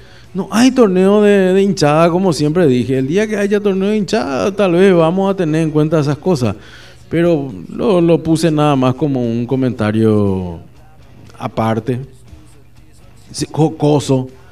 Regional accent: Paraguay

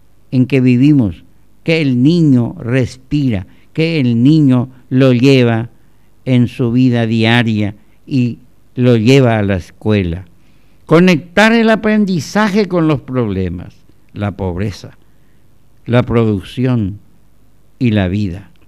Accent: Paraguay

